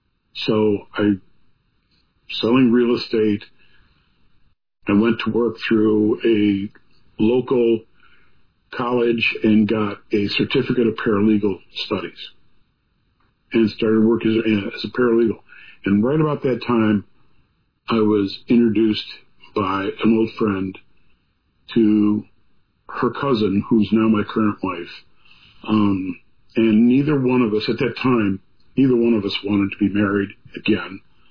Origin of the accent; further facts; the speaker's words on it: Loves Park, Illinois, United States; I went to my hometown, Loves Park, and another high school friend of mine owned a physical fitness center.